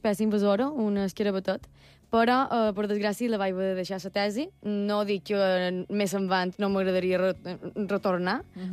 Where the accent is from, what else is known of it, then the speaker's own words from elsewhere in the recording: Manacor, Balearic Islands, Spain; De Manacor, crec que se nota